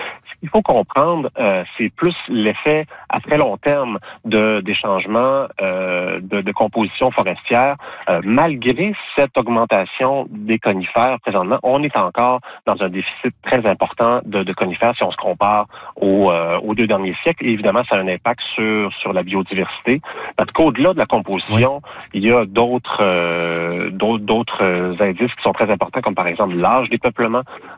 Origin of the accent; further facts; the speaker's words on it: Quebec, Canada; Moi, je viens de la région du Bas-Saint-Laurent.